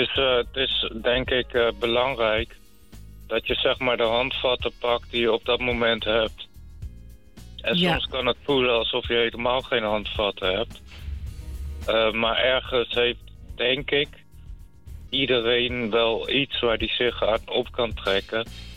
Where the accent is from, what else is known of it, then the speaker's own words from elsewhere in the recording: Nijmegen, Gelderland, Netherlands; also born or lived in The Hague; now in Zeeland, Netherlands; Ik ben niet opgegroeid in Den Haag. Ik ben geboren in Den Haag. Ik ben opgegroeid in Nijmegen.